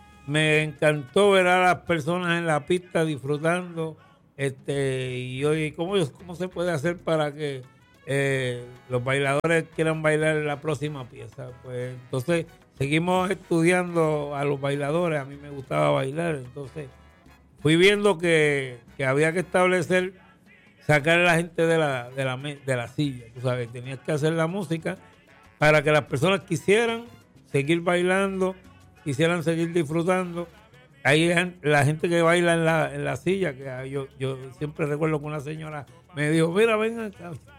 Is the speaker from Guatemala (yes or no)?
no; Puerto Rico; este gran país en el que yo me crié y nací, en Puerto Rico